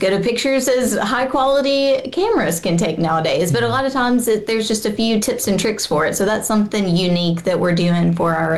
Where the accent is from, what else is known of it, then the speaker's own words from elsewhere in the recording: Mississippi, United States; also born or lived in Corinth, Mississippi / Jackson, Mississippi; now in Ocean Springs, United States; so I've been in Mississippi most of my life, and it's funny, I was born in Corinth, and then I've made my way as far south as you can go in the state. But we moved to Ocean Springs a couple of years ago. I was in Jackson for about 10 years.